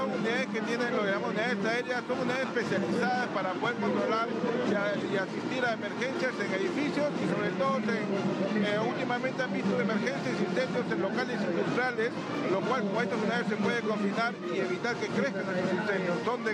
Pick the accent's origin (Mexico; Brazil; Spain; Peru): Peru; Nosotros como peruanos estamos muy orgullosos de integrar esta institución, que lo único que hacemos es servir a nuestros hermanos bomberos, a nuestros hermanos peruanos